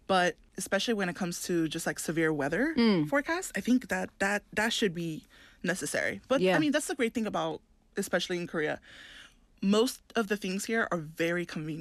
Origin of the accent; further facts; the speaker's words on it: Guaynabo, Puerto Rico; also born or lived in San Juan; So I was born in the capital of Puerto Rico, which is San Juan. But the hometown would be Guaynabo.